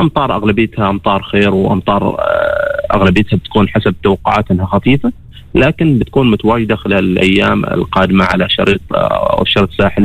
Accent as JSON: {"language": "Arabic", "country": "Oman", "said": "عز الصيف عندنا في سلطنة عمان."}